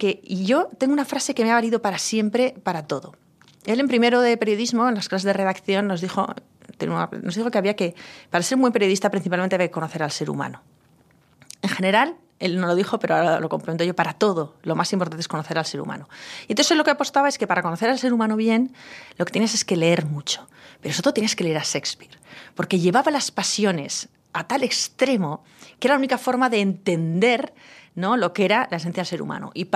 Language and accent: Spanish; Pamplona, Navarre, Spain; yo tenía 18 años, y un sitio como Navarra, bueno, pues te condiciona mucho, te conoce todo el mundo, un sitio como Pamplona, una ciudad pequeña, te conoce todo el mundo